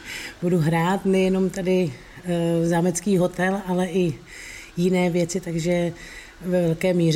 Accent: Moravia, Czechia; pocházím z Moravy

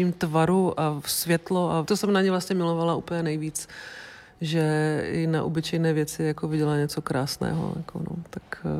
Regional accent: Třinec, Moravian-Silesian Region, Czechia; že jsem z Třince teda, že Třinec, Těšínsko, ty nevraživosti mezi Polákama a Čechama tam byly

